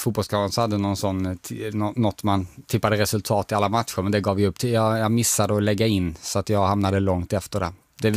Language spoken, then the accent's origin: Swedish; Dalby, Skåne, Sweden; Jag är från Dalby, så en liten rivalby.